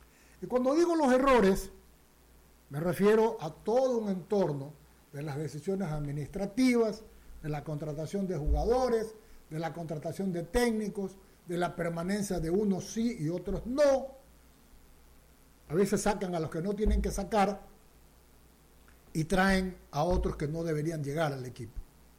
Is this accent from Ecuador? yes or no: yes; Guayaquil, Guayas, Ecuador; a mí como guayaquileño, como guayacense